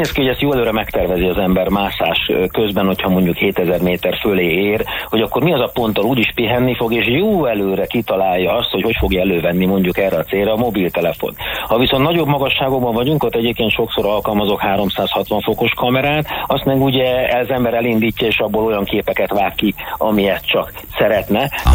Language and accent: Hungarian; Hungary